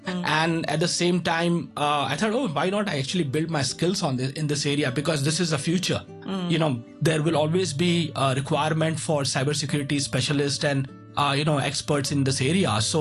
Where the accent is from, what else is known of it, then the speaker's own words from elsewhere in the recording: Mumbai, Maharashtra, India; Then in many cases, like for me, when I was growing up in Mumbai, I had a mentor